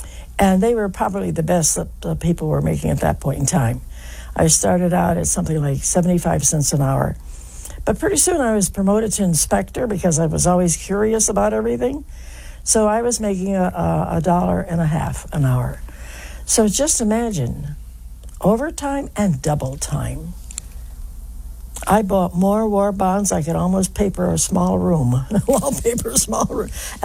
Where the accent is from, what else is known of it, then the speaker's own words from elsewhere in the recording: West Virginia, United States; born there; And I said, well, I was born in West Virginia